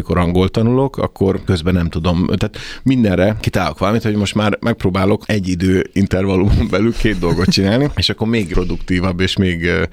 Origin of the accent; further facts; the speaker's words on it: Hajdúdorog, Hajdú-Bihar, Hungary; also born or lived in Debrecen; now in Budapest, Hungary; amikor Debrecenbe költöztünk, vagy Debrecenben éltem, és ugye én hajdudorogi származású vagyok